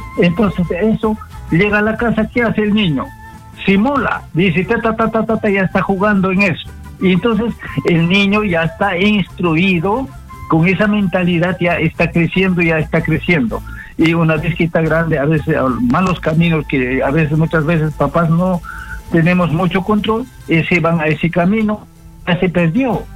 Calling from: Satipo, Junín, Peru; Ando acá del departamento de Junín, provincia de Satipo.

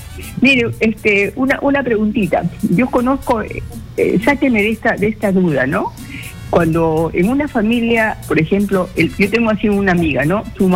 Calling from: Barranca, Lima, Peru; Estoy en Barranca.

